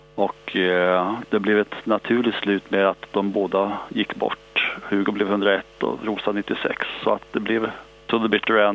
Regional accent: Småland, Sweden; där jag växte upp i Småland.

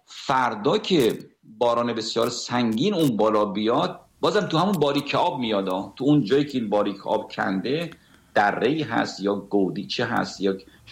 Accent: Iran; moved away; در بیرون از ایران ما یک ملت هستیم، یک کشور بزرگی هستیم

